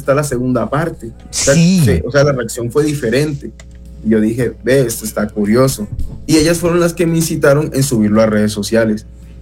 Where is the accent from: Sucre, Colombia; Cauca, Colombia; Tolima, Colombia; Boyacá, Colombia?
Sucre, Colombia; Sincelejo; Yo ahora mismo estoy en mi ciudad natal, yo estoy ahora mismo en Sincelejo, Colombia.